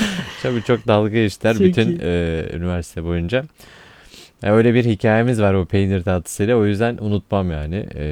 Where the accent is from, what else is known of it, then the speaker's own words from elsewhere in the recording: Kars, Turkey; moved away; kendi memleketim olduğu için söylüyorum. Hı-hı. Kars Ardahan Iğdır. Hı-hı. Zaten Kars'tan ayrılma hepsi.